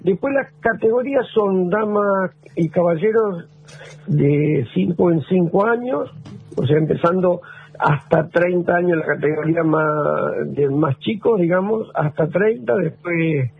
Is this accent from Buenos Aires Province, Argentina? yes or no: yes; Villa Iris, Buenos Aires Province, Argentina; moved away as an adult; now in Bahía Blanca, Argentina; Hasta los 22 años viví en Villa Aire y me vine hace 42.